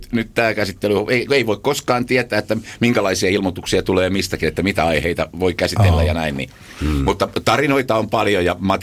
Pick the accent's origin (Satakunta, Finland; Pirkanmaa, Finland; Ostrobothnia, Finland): Pirkanmaa, Finland; Tampere; Mä oon syntynyt Atalassa, eka 10 vuotta asuin Atalassa ja sitten muutettiin Nekalaa. Siellä asuin semmoisen melkein 5 vuotta ja sitten siitä Multisiltaan